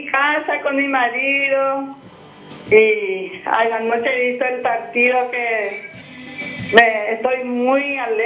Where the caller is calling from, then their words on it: San Lorenzo, Central, Paraguay; Acá en kilómetro 9, San Lorenzo.